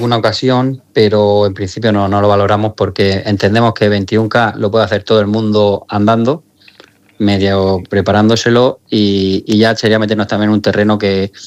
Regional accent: Region of Murcia, Spain; yo que soy de aquí de Murcia

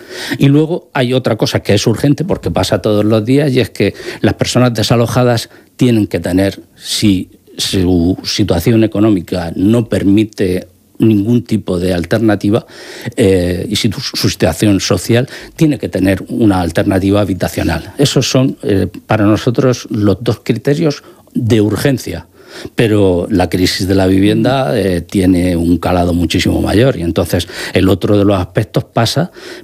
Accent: Molina de Segura, Region of Murcia, Spain; Molina de Segura, mi pueblo

